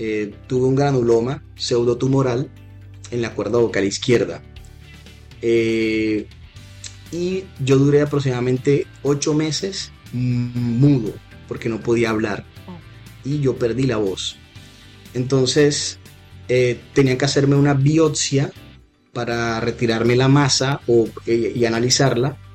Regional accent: Santa Marta, Magdalena, Colombia; saben que soy de la costa, ya dije que soy de Santa Marta. Tenemos fama de ser bullosos y la fama es cierta.

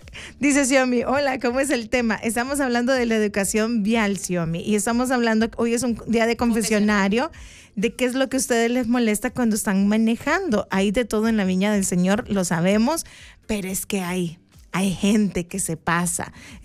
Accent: El Salvador

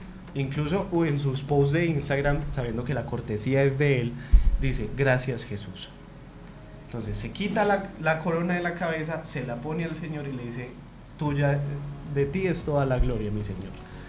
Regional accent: Colombia

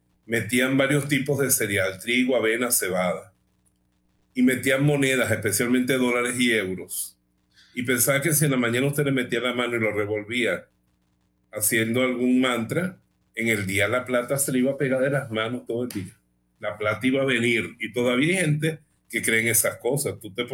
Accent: Bejuma, Carabobo, Venezuela; born or raised there

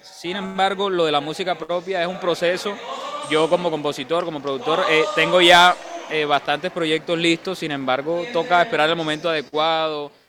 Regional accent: Barranquilla, Atlántico, Colombia; como barranquillero, la salsa hace parte de uno.

